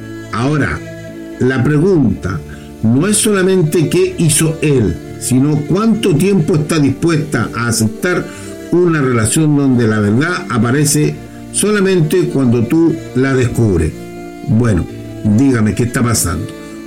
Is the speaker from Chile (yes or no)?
yes; Maule, Chile; Bueno, yo soy chileno, soy del Maule y quiero que tengan toda la confianza